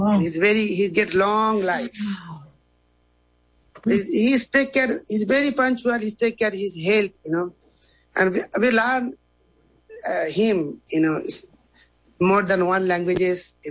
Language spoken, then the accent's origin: English; India; English is a second language; moved away; I was born and raised in India.